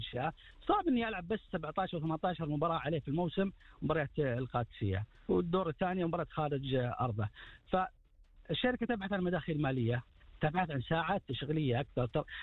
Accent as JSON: {"language": "Arabic", "region": "Eastern Province", "country": "Saudi Arabia", "said": "احنا من أهل الشرقية"}